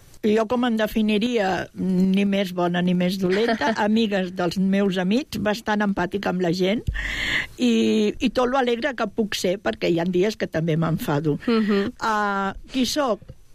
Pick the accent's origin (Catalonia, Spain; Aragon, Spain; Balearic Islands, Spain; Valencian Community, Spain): Catalonia, Spain; Mollet del Vallès; also born or lived in Barcelona; sento de Mollet, tot i que vaig estar uns anys fora perquè els meus pares van anar a treballar fora i així, però jo sempre que em pregunten i em diuen de on soc, jo dic que de Mollet del Vallès. I la veritat és que n'estic molt orgullosa de ser de Mollet i per mi és el meu poble, la meva ciutat, és el meu, la meva arrel.